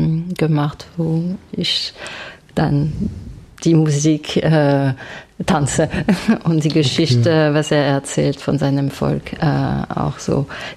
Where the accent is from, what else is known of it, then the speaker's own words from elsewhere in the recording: Paris, Île-de-France, France; also born or lived in Lyon; Also ich bin in Paris aufgewachsen, oder bei Paris in La Défense. Und dann bin ich zur Ballettschule in Lyon gegangen. Und dann hatte ich ein Stipendium, um ein Jahr in Deutschland im Ausland zu studieren.